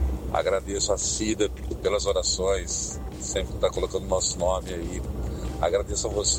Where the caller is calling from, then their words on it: Araraquara, São Paulo, Brazil; Agora que eu tô saindo pra... Já indo para Araraquara, voltando para casa.